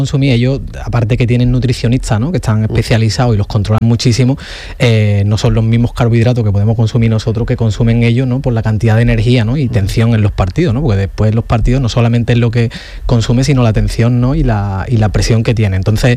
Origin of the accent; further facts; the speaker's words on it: Dos Hermanas, Andalusia, Spain; En Dos Hermanas, mi pueblo, sí.